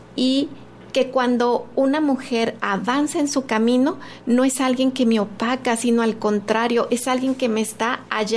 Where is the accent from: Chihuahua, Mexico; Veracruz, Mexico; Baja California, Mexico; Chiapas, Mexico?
Chihuahua, Mexico; Ciudad Juárez; vivido aquí, en Ciudad Juárez. Me encanta Ciudad Juárez